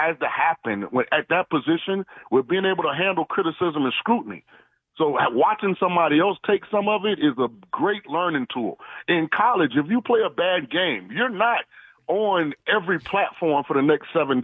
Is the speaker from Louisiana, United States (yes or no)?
no; St. Petersburg, Florida, United States